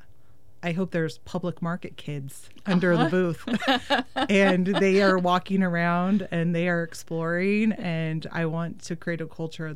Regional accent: Lake Lobish, Oregon, United States; my first, like, 4 years of childhood were spent in this area called Lake Lobish. It was north of Silverton, and my parents purchased this house without indoor plumbing

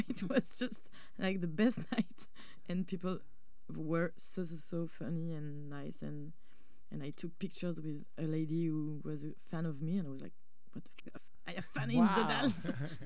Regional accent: Le Havre, Normandy, France; Le Havre is the city where I live in Normandy, where we have this big bridge, the Bridge of Normandy. So I arrived like with the idea that it looked like my hometown.

